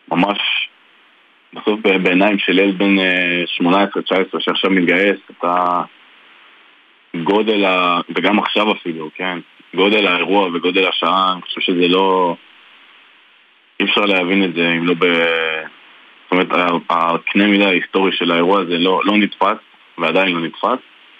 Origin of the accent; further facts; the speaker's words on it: Ness Ziona, Central District, Israel; אז אני גדלתי בנס ציונה.